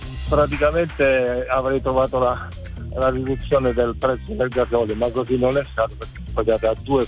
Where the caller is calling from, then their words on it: Basilicata, Italy; sono lucano, però sto tornando da Roma, in Italia.